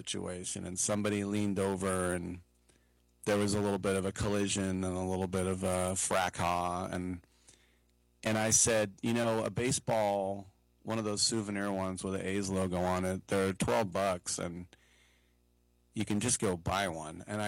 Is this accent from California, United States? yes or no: yes; California, United States; just as a Californian